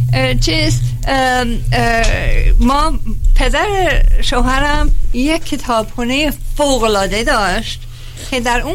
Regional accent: Shiraz, Fars, Iran; همشهری. بله همشهری. منم شیرازی هستم مثل شما.

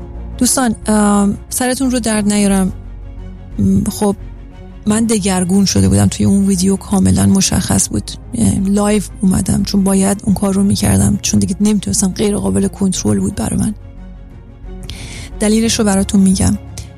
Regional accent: Iran; من به عنوان یه ایرانی

